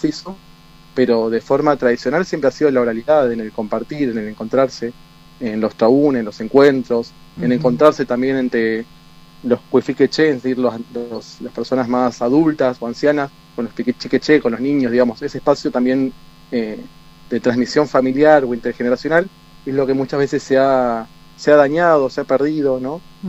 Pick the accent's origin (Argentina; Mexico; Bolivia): Argentina; Carlos Casares, Buenos Aires Province; moved away as an adult; now in La Plata, Argentina; Yo no soy de La Plata, sino que soy de un pueblo del interior de la provincia de Buenos Aires, que se llama Carlos Casares, que en su momento también fue una zona de fuertes y fortines